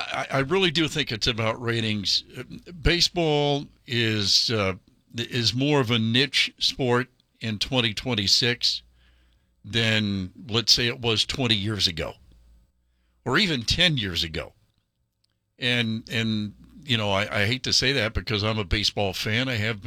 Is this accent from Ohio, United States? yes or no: yes; Ohio, United States; I'm from Ohio, so maybe a little biased there